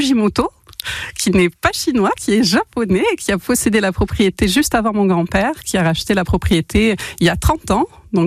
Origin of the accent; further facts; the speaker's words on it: Captieux, Nouvelle-Aquitaine, France; on vient de Capcieux, qui est une petite commune